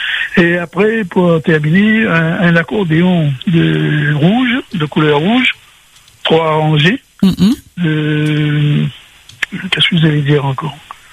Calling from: Saint-Gilles-les-Bains, Réunion; je suis à Saint-Gilles-les-Bains.

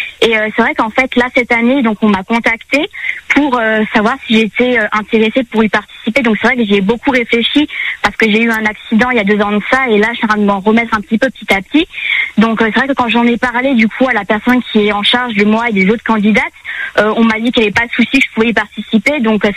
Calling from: Forbach, Grand Est, France; Je vous appelle de la Moselle, plus précisément de Forbach

